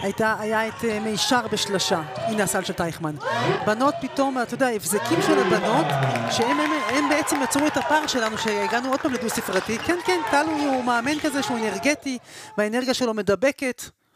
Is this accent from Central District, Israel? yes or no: no; Haifa, Haifa District, Israel; בתור חיפאית.